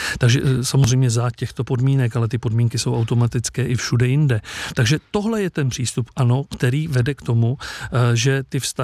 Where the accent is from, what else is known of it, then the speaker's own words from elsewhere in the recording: South Moravian Region, Czechia; já, protože jsem z Jižní Moravy